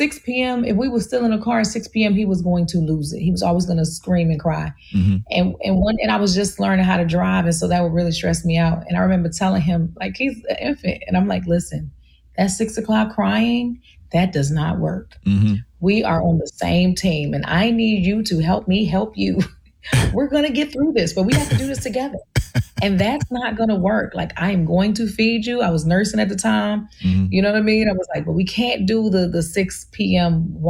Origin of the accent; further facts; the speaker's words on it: Baltimore, Maryland, United States; also born or lived in Washington, D.C.; Yeah, I was raised in Baltimore City for sure. But I never felt poor growing up